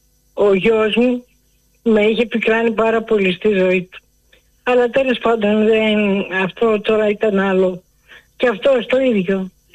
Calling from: Artemida, Attica, Greece; από Αρτέμιδα.

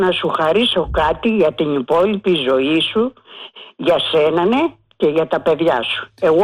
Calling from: Peristeri, Attica, Greece; είμαι από το Περιστέρι.

